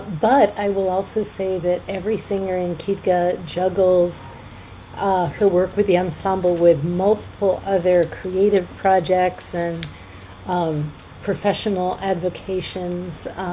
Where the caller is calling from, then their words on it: West Hartford, Connecticut, United States; I'm zooming in from West Hartford, Connecticut, where I'm waiting for a thunderstorm to begin.